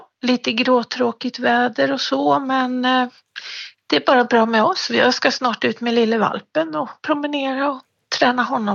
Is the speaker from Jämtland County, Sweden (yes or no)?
yes; Jämtland County, Sweden; moved away as an adult; also born or lived in Stockholm; Ja, jag är uppvuxen här i Jämtland så att det kändes gott att komma hem igen.